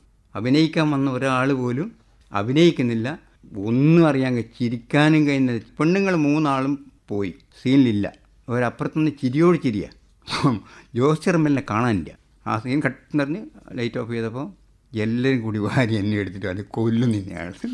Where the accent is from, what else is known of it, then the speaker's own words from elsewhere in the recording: Kozhikode, Kerala, India; സാറേ ഞാൻ കോഴിക്കോടുകാരനാണ്